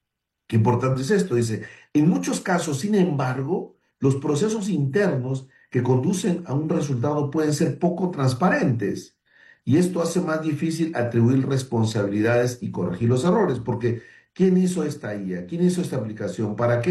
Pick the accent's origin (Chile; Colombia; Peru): Peru; Tumbes; Recuerdo que hace mucho tiempo, les cuento algo muy personal, yo soy de Tumbes, en el norte